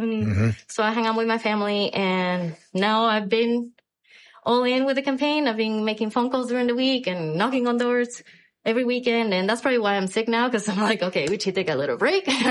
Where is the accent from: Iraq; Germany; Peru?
Peru; moved away as an adult; now in United States; I'm originally from Peru. On December 2005, I came with an exchange program to work at Loveland ski area.